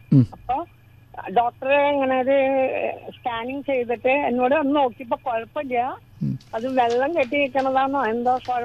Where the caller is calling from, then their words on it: Chalakudy, Kerala, India; ഞാൻ ചാലക്കുടിയിൽ നിന്നാണ് വിളിക്കണേ.